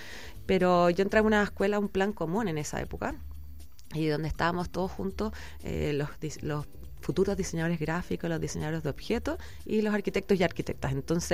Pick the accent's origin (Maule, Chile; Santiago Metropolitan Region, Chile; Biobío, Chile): Santiago Metropolitan Region, Chile; Melipilla; now in Viña del Mar, Chile; Yo soy de Melipilla, del campo.